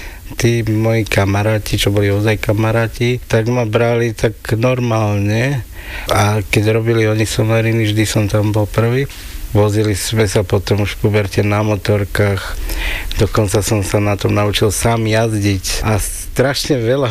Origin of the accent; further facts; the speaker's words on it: Prievidza, Trenčín Region, Slovakia; u nás v Prievidzi